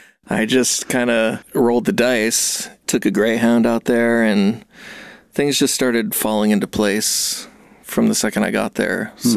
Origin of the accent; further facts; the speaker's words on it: Brattleboro, Vermont, United States; moved away as an adult; now in Los Angeles, United States; I grew up in Brattleboro, and I lived there till I was about 27. And I loved living there